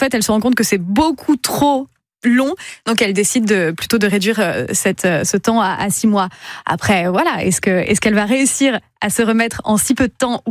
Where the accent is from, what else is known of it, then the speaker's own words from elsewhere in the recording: Hauts-de-France, France; also born or lived in Paris; now in Lille, France; dans laquelle je suis arrivée après ma rupture, pour le coup, parce qu'avant, j'étais à Paris. Mais je suis picarde de base.